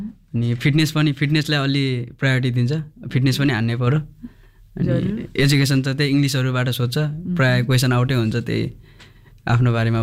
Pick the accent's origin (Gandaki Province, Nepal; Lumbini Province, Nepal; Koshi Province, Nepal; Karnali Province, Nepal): Lumbini Province, Nepal; Kohalpur; मेरो घर नेपालगञ्ज दिदी